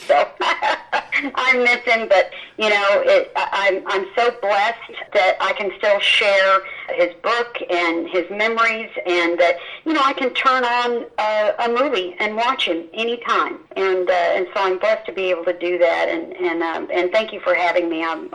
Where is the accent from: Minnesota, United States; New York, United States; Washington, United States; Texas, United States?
Texas, United States; she felt sorry for me because I was from Texas and I was by myself.